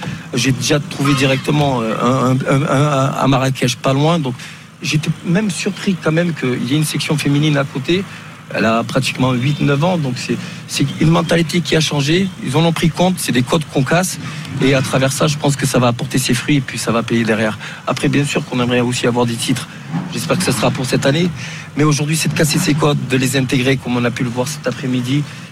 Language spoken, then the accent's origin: French; France; moi, ma soeur, quand j'ai grandi en France